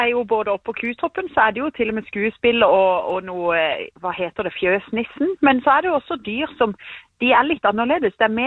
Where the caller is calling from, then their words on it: Kristiansand, Agder, Norway; vi er jo sørlendinger